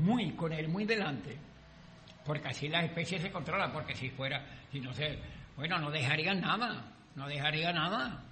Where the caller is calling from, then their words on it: Sanlúcar de Barrameda, Andalusia, Spain; Y yo soy de San Lucas